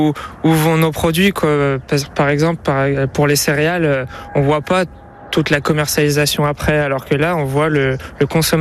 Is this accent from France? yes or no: yes; Aoste, Auvergne-Rhône-Alpes, France; je suis né à Aost, j'ai grandi à Aost, et là j'ai acheté une maison récemment à Aost